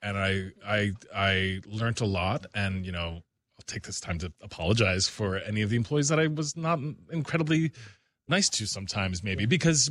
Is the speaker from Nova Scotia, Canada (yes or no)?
no; Newfoundland and Labrador, Canada